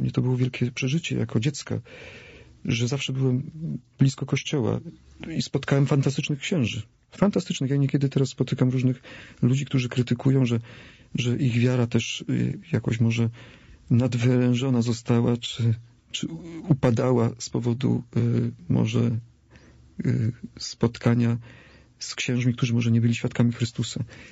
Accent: Silesian Voivodeship, Poland; od dzieciństwa urodziłem się na Śląsku, w takiej prostej bardzo rodzinie.

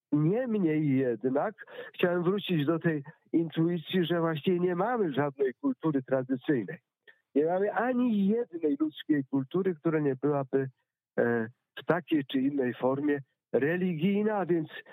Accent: Pomeranian Voivodeship, Poland; I chcę opowiedzieć anegdotkę z moich rodzinnych stron, mianowicie Kaszuby

